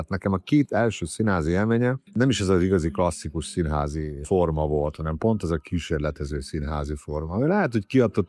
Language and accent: Hungarian; Subotica, Vojvodina, Serbia; Furcsa világban nőttem fel, hogy a Szabadkán volt egy úgynevezett híres Risztics korszak, amikor egy Gyübisa Risztics nevű rendező tartózkodott itt Szabadkán